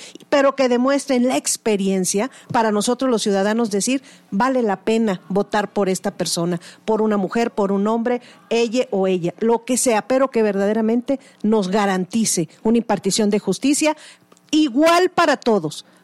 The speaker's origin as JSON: {"language": "Spanish", "region": "San Luis Potosí", "country": "Mexico"}